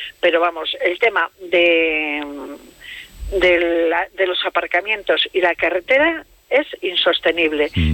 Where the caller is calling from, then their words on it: Logroño, La Rioja, Spain; llamo desde El Cortijo.